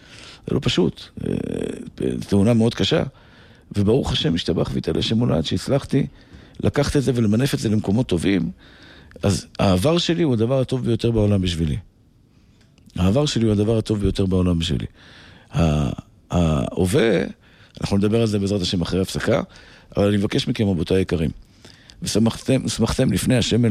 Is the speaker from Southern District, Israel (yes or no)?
no; Bnei Brak, Tel Aviv District, Israel; הייתי בבני ברק, עיר הקודש, גדלתי בבני ברק, מגיל 7.